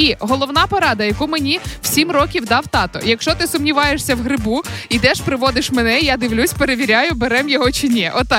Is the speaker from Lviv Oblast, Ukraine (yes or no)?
no; Kyiv Oblast, Ukraine; У нас, я виросла в Чорнобильській зоні, і в нас там недалеко туди далі, де вже йде зона відчуження, там дійсно дуже класні гриби.